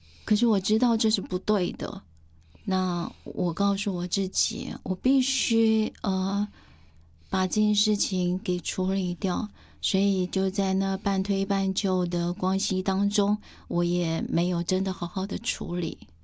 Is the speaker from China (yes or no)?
no; Taiwan; 我爸爸是军人，他是从大陆跟老蒋来台湾的。那在我的家庭里头，就是，我妈妈是很传统的一个台湾人，所以那我们住在小时候住在眷村里头